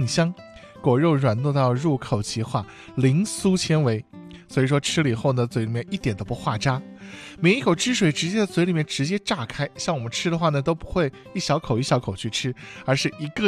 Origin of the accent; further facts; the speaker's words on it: Xinjiang, China; moved away; 我的家乡新疆